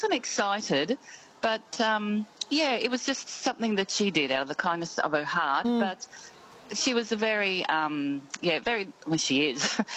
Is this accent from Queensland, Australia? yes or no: yes; Corinda, Queensland, Australia; I grew up in Corinda in the 60s.